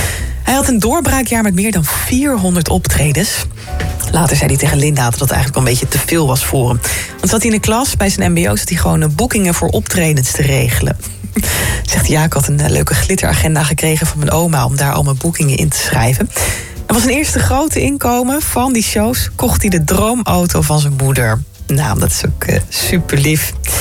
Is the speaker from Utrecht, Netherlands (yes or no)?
yes; Utrecht, Netherlands; We zijn toch wel als Utrechters wel een beetje trots hoor.